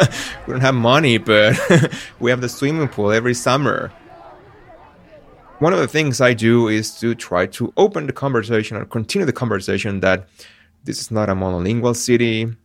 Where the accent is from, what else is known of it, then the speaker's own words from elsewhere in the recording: Chile; now in Chicago, United States; I'm originally from Chile.